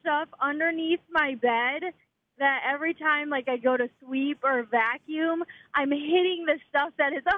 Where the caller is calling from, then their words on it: Bluffton, Indiana, United States; from Bluffton, Indiana, and no, you are not the only person that stores stuff under your bed.